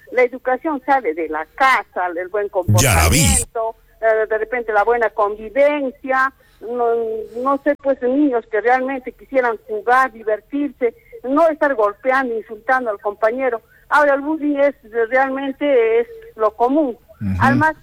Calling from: Arequipa, Peru; Yo estoy llamando de Alto Caima

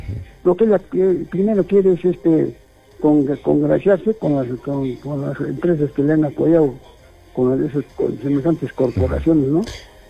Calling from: Cusco, Peru; Yo también soy cusqueño.

